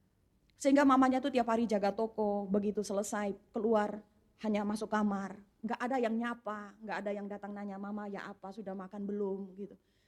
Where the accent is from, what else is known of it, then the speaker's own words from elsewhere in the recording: Soe, East Nusa Tenggara, Indonesia; Saya orang Kupang, saya orang Soe gitu ya, Soe dingin saudara.